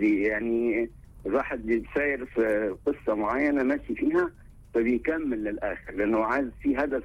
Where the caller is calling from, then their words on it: Aswan, Aswan Governorate, Egypt; انا من الصعيد من اسوان